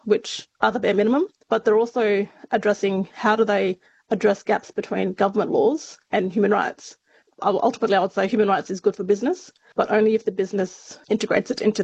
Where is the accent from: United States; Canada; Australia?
Australia; Esperance, Western Australia; also born or lived in Norseman / Perth / Canberra; Growing up in Norseman and Esperance, mining's been very much a visible part of my life, with the tailings dam right there across the block from where I grew up. So I grew up in those areas and eventually moved away to go to Perth for university and then over to Canberra